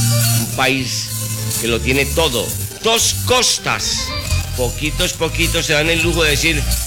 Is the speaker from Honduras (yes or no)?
no; Colombia; somos Atlántico y Pacífico. Así es nuestra tierra colombiana.